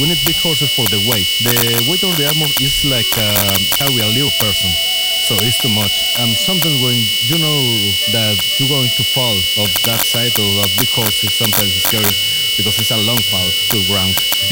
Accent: Mexico City, Mexico; We're from Mexico City, and we have Canadian knights

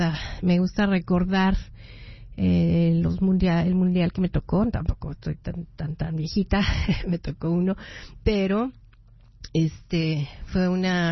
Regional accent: Mexico; moved away; yo soy mexicana

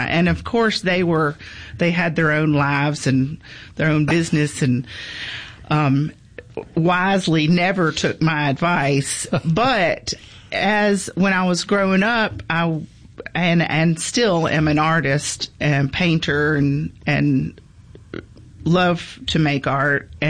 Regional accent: Jackson, Mississippi, United States; also born or lived in Oxford, Mississippi; And then came down to Jackson and was here until my freshman year at Ole Miss.

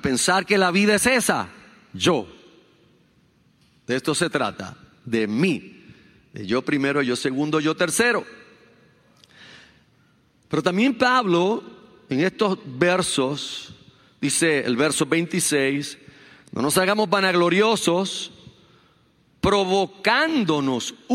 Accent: Carolina, Puerto Rico; como dirían en mi pueblo, Carolina

